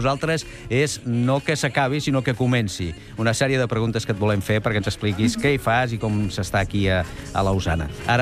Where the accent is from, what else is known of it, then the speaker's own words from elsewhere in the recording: Catalonia, Spain; Això vist com a catalana deu ser un bé